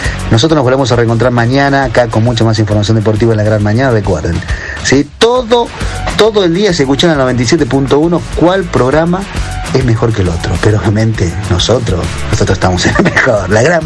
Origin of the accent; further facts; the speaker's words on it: Argentina; Esperemos que como argentinos pueda ganar.